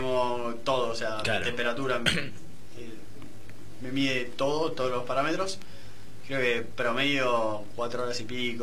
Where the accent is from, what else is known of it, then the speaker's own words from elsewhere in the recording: Argentina; Nosotros normalizamos Argentina, pues somos argentinos